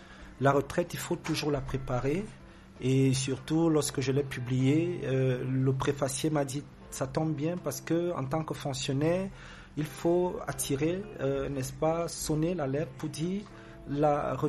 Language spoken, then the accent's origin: French; Cameroon; first language Beti; French is a second language; …, qui dans ma langue maternelle, je suis Béti, signifie quelqu'un de pas sérieux